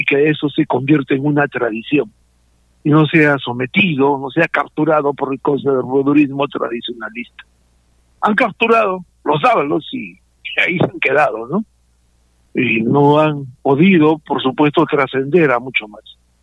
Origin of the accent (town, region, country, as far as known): Arequipa, Peru